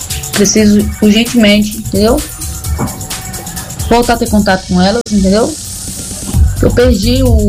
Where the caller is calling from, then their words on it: Serra do Ramalho, Bahia, Brazil; Eu sou de Serra do Ramalho, Agrovila 2.